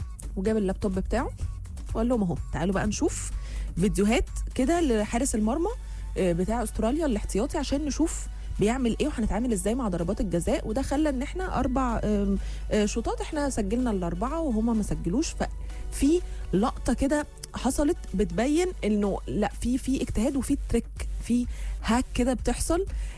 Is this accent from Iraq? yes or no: no; Egypt; احنا كمصريين